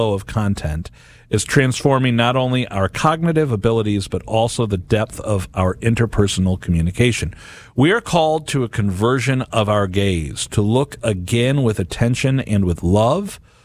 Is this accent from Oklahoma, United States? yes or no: no; St. Louis, Missouri, United States; I grew up in St. Louis.